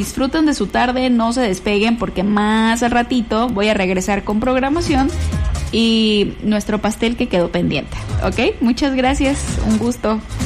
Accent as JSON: {"language": "Spanish", "town": "Apatzingán", "region": "Michoacán", "country": "Mexico", "said": "Bien apachinguense. ¡Puro Pachingán Bali!"}